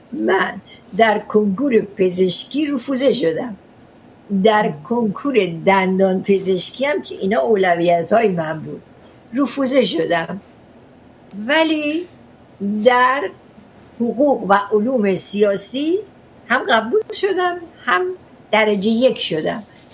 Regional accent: Ahvaz, Khuzestan, Iran; در اهواز دنیا اومدم، دیپلمم هم در اهواز گرفتم. در اهواز اون زمان شهر عقب افتاده بود ولی بعدن خب تغییرات بزرگی کرد.

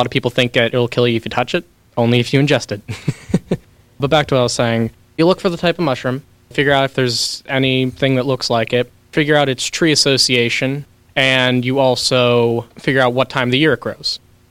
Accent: Natrona Heights, Pennsylvania, United States; I'm 18 years old, and I'm from Natrona Heights. I'm the oldest of seven kids, six boys, one girl.

